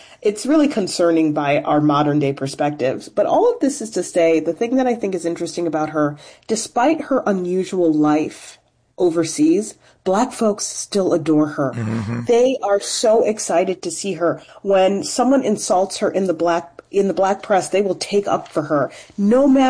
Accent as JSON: {"language": "English", "town": "Chicago", "region": "Illinois", "country": "United States", "tie": "born or raised there", "said": "I'm from Chicago, so I always grew up knowing … incredible wealth."}